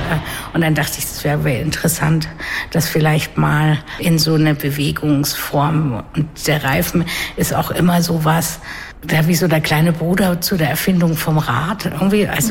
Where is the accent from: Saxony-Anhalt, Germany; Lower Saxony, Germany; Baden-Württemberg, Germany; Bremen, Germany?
Baden-Württemberg, Germany; Karlsruhe; moved away as an adult; now in Berlin, Germany; ich bin aus Karlsruhe, aber eben schon sehr lange in Berlin